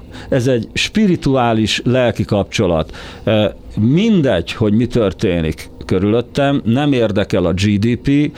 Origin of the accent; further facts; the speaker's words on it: Hungary; én Magyarországon … de ha kimegyek Párizsba, akkor már magyar vagyok.